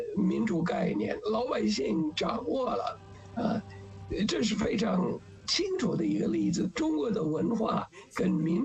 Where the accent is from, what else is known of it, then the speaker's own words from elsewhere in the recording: United States; 我作为一个外国人，一个美国人怎么看